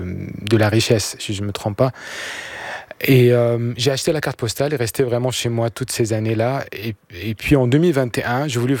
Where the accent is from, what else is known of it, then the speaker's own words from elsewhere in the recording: Cairo, Cairo Governorate, Egypt; moved away as an adult; je ne suis pas un orientaliste parce que je viens de l'Orient. C'est pour moi, c'est ma culture, c'est mon univers. J'ai grandi, j'ai vécu 30 ans en Égypte.